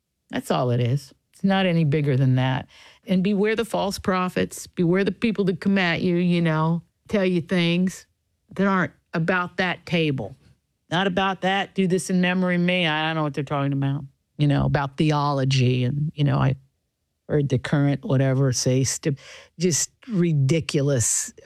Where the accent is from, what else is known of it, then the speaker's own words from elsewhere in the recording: Appalachia, United States; I'm from Appalachia.